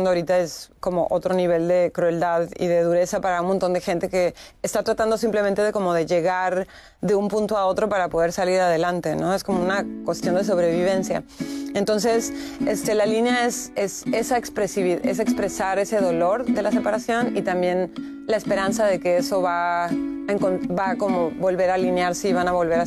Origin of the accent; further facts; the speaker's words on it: Tijuana, Baja California, Mexico; Yo crecí en Tijuana, entonces siempre vimos a personas que habían sido deportadas